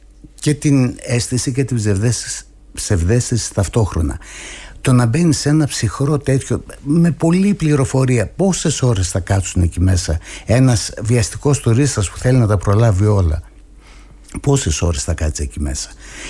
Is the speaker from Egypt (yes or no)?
yes; Egypt; ως Έλληνας της Αιγύπτου.